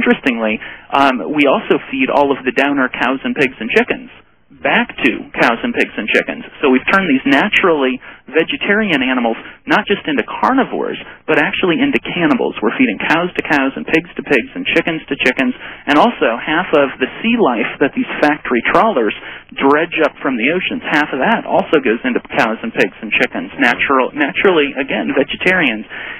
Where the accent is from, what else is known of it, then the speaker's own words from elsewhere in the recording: Minnesota, United States; Well, I grew up in Minnesota